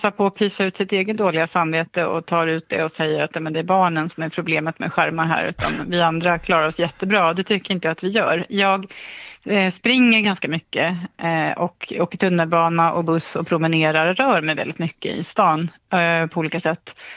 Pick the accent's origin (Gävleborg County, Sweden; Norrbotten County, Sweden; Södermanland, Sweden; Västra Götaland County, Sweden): Södermanland, Sweden; Eskilstuna; now in Stockholm, Sweden; jag är från Eskilstuna från början, jag flyttade till Stockholm för 30 år sedan. Jag är i Eskilstuna ibland